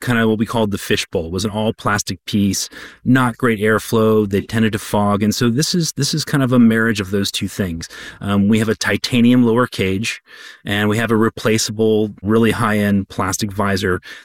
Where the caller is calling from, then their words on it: Arlington, Virginia, United States; I'm calling in from Arlington, Virginia.